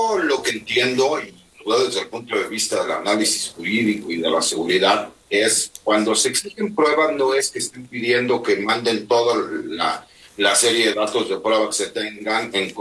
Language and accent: Spanish; Mexico; lo que queremos como ciudadanos es que si alguien cometió un delito, sea juzgado por las autoridades de nuestro país, en este caso la Fiscalía General de la República